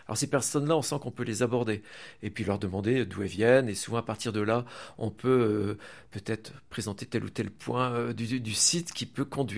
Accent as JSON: {"language": "French", "town": "Plougoumelen", "region": "Brittany", "country": "France", "tie": "born or raised there", "said": "donc comme tout breton, moi depuis l'enfance, hein, je suis baigné dans l'esprit Sainte-Anne, parce qu'en plus je suis originaire de Plougoumelen qui est tout près."}